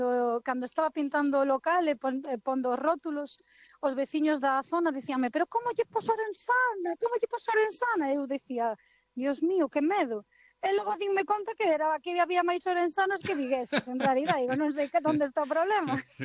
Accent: Galicia, Spain; Ao final, somos galegos e comemos como galegos.

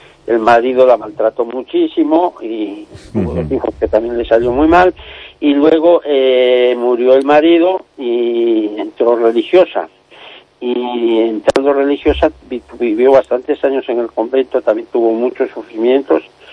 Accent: Santillana del Mar, Cantabria, Spain; moved away; yo soy cántabro, he estado muchos años fuera.

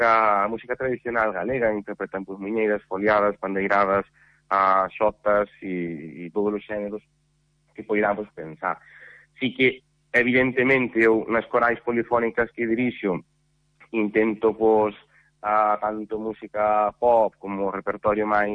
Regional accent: Carballo, Galicia, Spain; además eu son daqui de, pues son de Carballo, e por eso además tamén fai moitísima ilusión dirixir … aquí en Carballo temos unha tradición moi grande de música tradicional galega

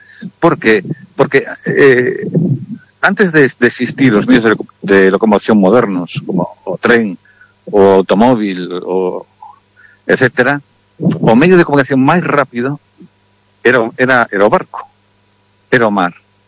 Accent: Galicia, Spain; Temos que decir que, o sea, no, os galegos non somos celtas.

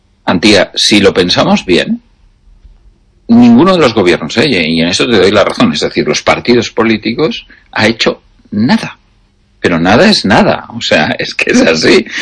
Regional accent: Zaragoza, Aragon, Spain; born or raised there

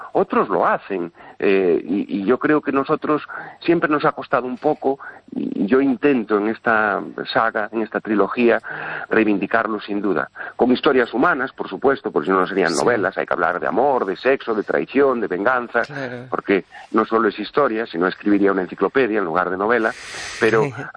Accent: Galicia, Spain; siendo gallego, aficionado a la historia, no descubría

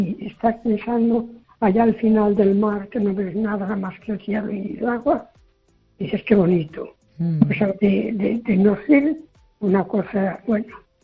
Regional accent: Castro de Rei, Galicia, Spain; born there; now in Foz, Spain; yo nací en Caso de Rey, en Tierra Llana, y bueno, la verdad que Foz, bueno, para todos, tengo que reconocerlo, que para mi salud va mucho mejor aquí

